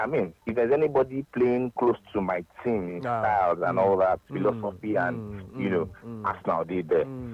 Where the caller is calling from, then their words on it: Accra, Greater Accra, Ghana; Man, I'm calling from Accra.